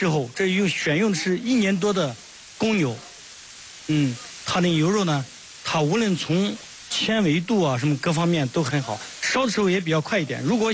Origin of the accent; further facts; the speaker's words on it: Suzhou, Anhui, China; 我们皖北宿州